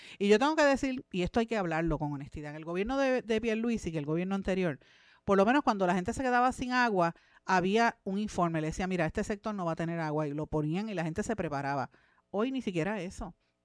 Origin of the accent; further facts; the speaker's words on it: Guaynabo, Puerto Rico; yo no vivo en San Juan, yo vivo en Guaynabo, en mi pueblo.